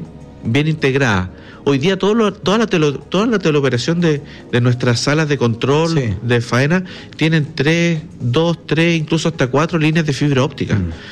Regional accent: Chile

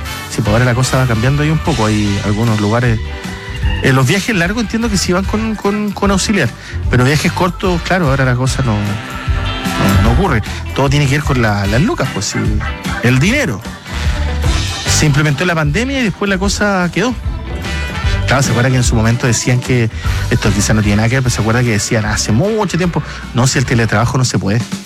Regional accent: Cinco Pinos, Chinandega, Nicaragua; Yo también soy oriundo de Cinco Pinos.

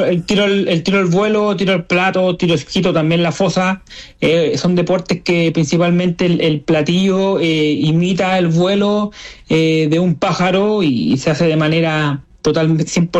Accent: Ovalle, Coquimbo, Chile; Claro, yo soy nacido y criado acá en Ovalle, mi familia toda es de acá, de la cuarta región

